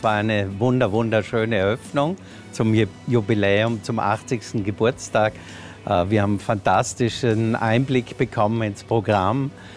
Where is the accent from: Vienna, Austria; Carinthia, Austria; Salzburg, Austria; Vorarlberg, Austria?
Vorarlberg, Austria; Lochau; Ich bin ja auch hier in Lochau geboren und aufgewachsen und dann zum Studium weggegangen.